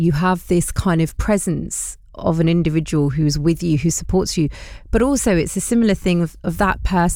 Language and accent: English; London, United Kingdom; I, as a Londoner